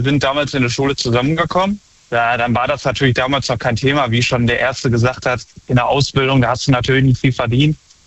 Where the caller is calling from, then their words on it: Unna, North Rhine-Westphalia, Germany; Ich komme aus Unna, das ist bei Dortmund.